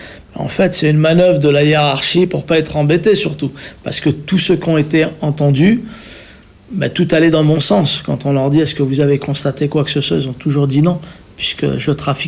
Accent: Paris, Île-de-France, France; Moi, j'ai grandi à la porte de Montreuil. Je suis issu de la porte de Montreuil.

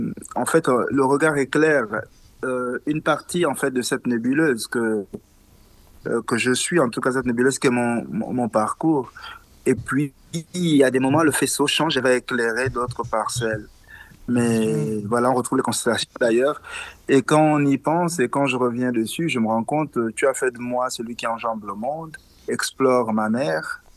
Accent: Gabon; je vais quitter ma ville natale. Je vais m'installer dans une autre ville pour le lycée à Libreville, à la capitale.

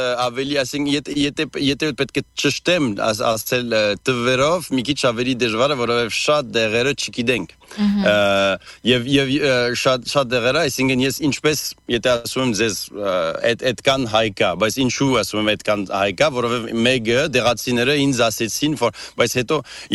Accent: France; Հետո մտածել եմ, եթե միայն որպես ֆրանսիացի, ես ֆրանսահայ եմ

